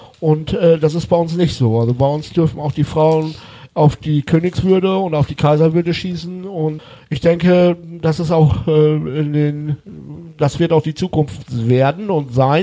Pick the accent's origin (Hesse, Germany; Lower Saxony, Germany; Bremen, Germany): Lower Saxony, Germany; wer geboren ist in Völderfehn, der ist auch gebürtiger Ostfriese und der ist stolz drauf, ja.